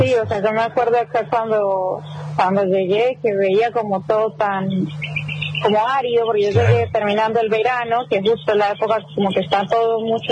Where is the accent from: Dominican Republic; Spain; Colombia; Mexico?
Colombia; Bogotá; now in Bahía Blanca, Argentina; Yo soy de Bogotá.